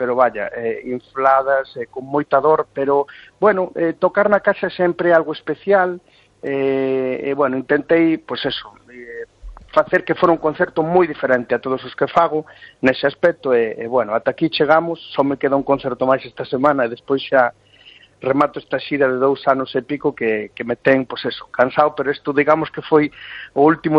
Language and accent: Galician; Galicia, Spain